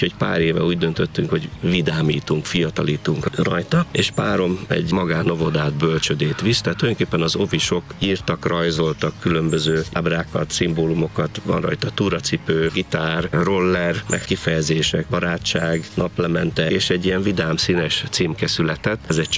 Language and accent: Hungarian; Jánoshalma, Bács-Kiskun, Hungary; alföldi vagyok eredetileg, az akkori jugoszláv, ma szerb határ mellől János Halmáról származom.